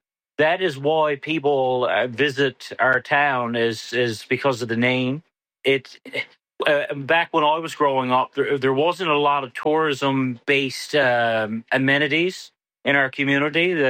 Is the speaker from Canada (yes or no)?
yes; Dildo, Newfoundland and Labrador, Canada; And I've never been ashamed to ever say I was from Dildo.